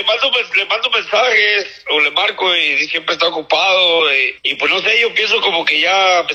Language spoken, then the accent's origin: Spanish; Michoacán, Mexico; moved away; Yo soy de Michoacán